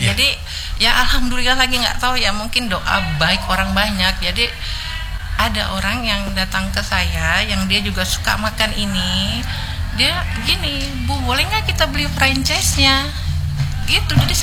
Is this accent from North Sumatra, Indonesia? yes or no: yes; North Sumatra, Indonesia; Kita orang Batak kan.